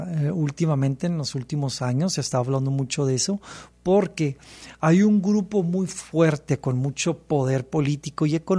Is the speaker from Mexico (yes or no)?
yes; Mexico; Hablo el idioma materno, mi idioma materno es el español, que es el idioma que se habla en México.